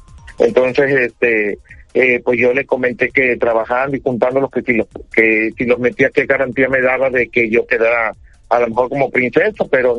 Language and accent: Spanish; Puerto Mariano, Veracruz, Mexico; yo soy una persona que vengo de un pueblo, soy originario de Puerto Mariano, municipio de Puente Nacional, soy del pueblo, me debo al pueblo